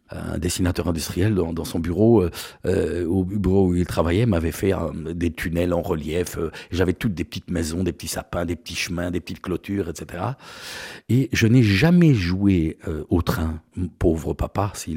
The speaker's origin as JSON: {"language": "French", "town": "Marloie", "region": "Wallonia", "country": "Belgium", "tie": "born or raised there", "said": "à Marloix, précisément, ma terre natale"}